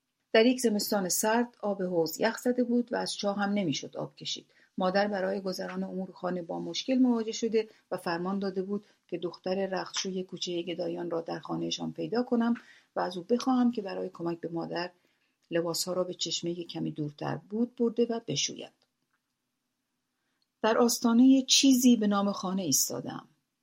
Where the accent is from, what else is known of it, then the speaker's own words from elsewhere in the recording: Abadan, Khuzestan, Iran; also born or lived in Shiraz; من در شیراز متولد شدم و متاسفانه علارغم علاقم به این شهر هیچگاه فرصت زندگی در بزرگسالی را در این شهر نداشتم